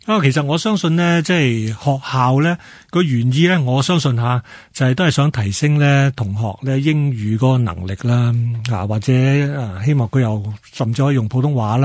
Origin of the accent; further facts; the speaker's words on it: Hong Kong; first language Cantonese; 母语系我哋自己喺香港嘅一种身份认同啦，系咪讲广东话由小到大。